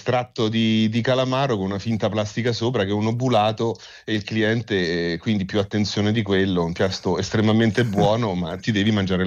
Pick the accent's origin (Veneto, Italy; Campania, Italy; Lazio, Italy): Lazio, Italy; Fiumicino; moved away; Io sono di Fiumicino, poi sono andato via, poi sono ritornato a Fiumicino